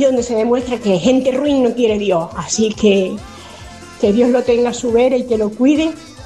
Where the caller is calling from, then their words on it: Spain; de San Francisco Javier.